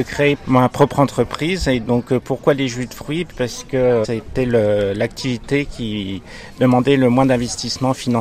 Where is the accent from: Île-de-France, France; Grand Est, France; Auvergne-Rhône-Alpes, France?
Grand Est, France; Épernay; born there; je suis un Marnais pur jus puisque je suis né à Épernay.